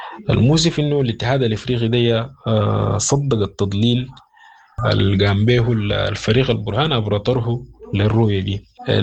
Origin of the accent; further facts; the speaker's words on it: Sudan; كسودانيين